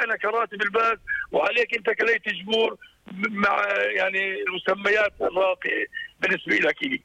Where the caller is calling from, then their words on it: Jordan; أنا كمواطن أردني